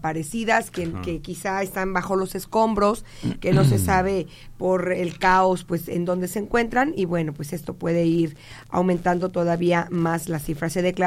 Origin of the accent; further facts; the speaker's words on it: Mexico; en México tenemos un excelente equipo de rescate